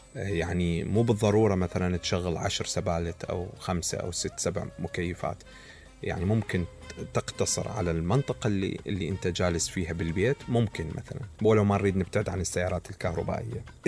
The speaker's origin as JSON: {"language": "Arabic", "country": "Iraq", "said": "عندنا في العراق"}